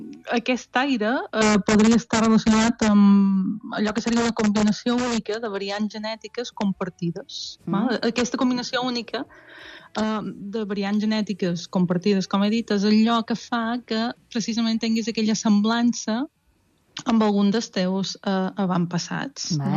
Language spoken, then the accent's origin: Catalan; Balearic Islands, Spain; jo veia gent i pensava, som mallorquins.